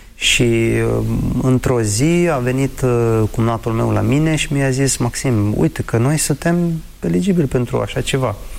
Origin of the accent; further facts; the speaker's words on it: Storozhynets, Chernivtsi Oblast, Ukraine; first language Ukrainian; Romanian is a second language; moved away; Orașul meu, Storojeneț, aproape jumătate de populație a orașului sunt români etnici și am crescut în această atmosferă, dar nu știam limba română. Bunicul știa și vorbea bine, și bunica, doar că acasă se vorbea în ucraineană și nu știam, nu cunoșteam limba română.